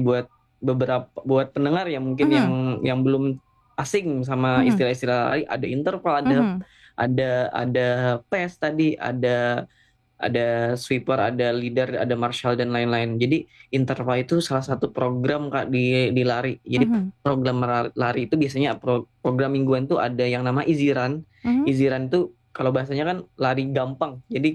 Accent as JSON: {"language": "Indonesian", "region": "South Kalimantan", "country": "Indonesia", "said": "kita orang Kalimantan Selatan"}